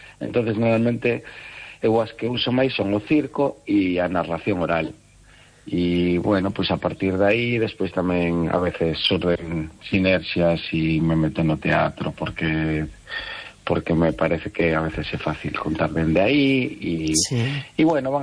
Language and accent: Galician; Cangas, Galicia, Spain; onde son contos de mulleres do Morrazo, que é onde son eu, de Cangas.